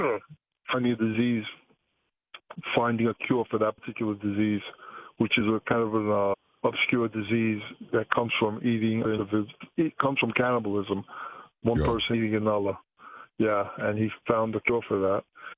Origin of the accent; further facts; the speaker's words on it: Brooklyn, New York, United States; But I mean, when I was young, growing up in Brooklyn, I ran around with some pretty wild guys.